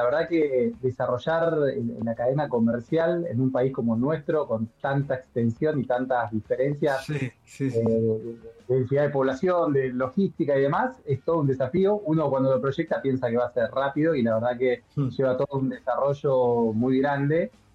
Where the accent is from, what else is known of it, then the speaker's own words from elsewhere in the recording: Alto Valle, Argentina; also born or lived in El Chocón, Neuquén; somos acá del Alto Valle, nacimos en el Chocón, dos nacimos en el Chocón, así que imagínate, debemos ser de los poquitos que somos bien autóctonos